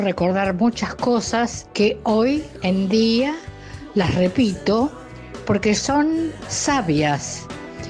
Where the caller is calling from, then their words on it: Bahía Blanca, Buenos Aires Province, Argentina; Hola, soy una vecina de Villa Mitre, soy una señora mayor.